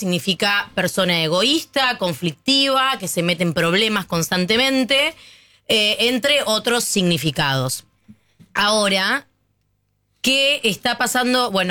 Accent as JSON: {"language": "Spanish", "country": "Argentina", "said": "La herida es muy grande porque nosotros, como argentinos, somos reconocidos como uno de los mejores públicos del mundo"}